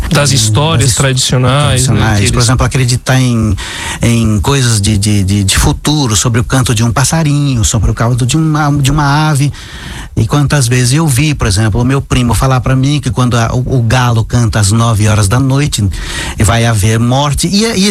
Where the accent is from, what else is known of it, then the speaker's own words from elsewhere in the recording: Brazil; first language Terena; Portuguese is a second language; Nasci e eu falava só a língua dos índios Terenas. Quando eu era pequeno, eu não entendia nada de português, né? Eu precisei depois aprender